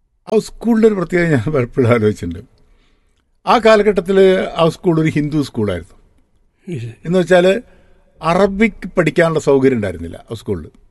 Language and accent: Malayalam; Pappinippara, Kerala, India; മലപ്പുറം ജില്ലക്കാരൻ എന്ന നിലയിൽ ഏറെ അഭിമാനിക്കുന്ന ഒരാളാണ് ഞാൻ. ഞാൻ ജനിച്ചത് വളർന്നതൊക്കെ തന്നെ മഞ്ചേരിക്കടുത്തുള്ള പാപ്പിനിപ്പാറ എന്ന് പറയുന്ന ഗ്രാമത്തിലാണ്. അവിടെ ഏതാണ്ട് തകർന്നു കടിഞ്ഞ ഒരു നായർ തറവാട്ടിലാണ് എൻ്റെ ജനനം.